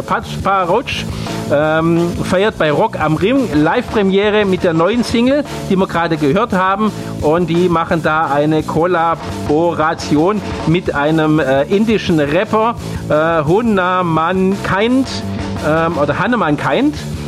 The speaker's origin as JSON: {"language": "German", "town": "Stuttgart", "region": "Baden-Württemberg", "country": "Germany", "tie": "born or raised there", "said": "Okay, ich bin gewürdiger Cannstatter."}